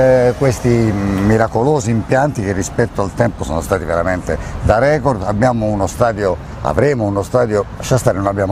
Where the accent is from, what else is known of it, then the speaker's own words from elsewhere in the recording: Taranto, Apulia, Italy; moved away; Io poi da Tarantino, anche se vivo fuori